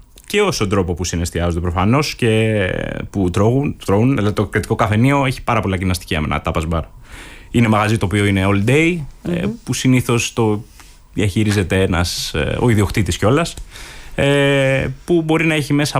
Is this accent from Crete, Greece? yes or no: yes; Crete, Greece; Επειδή γενικώς μεγάλωσα στην Κρήτη, έχω ιδιαίτερη αγάπη προφανώς για το τόπο